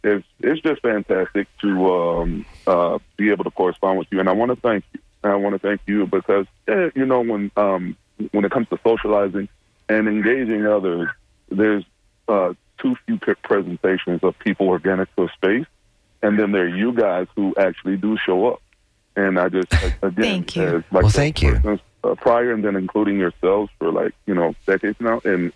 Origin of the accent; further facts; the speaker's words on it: Tampa, Florida, United States; I'm from Tampa, actually.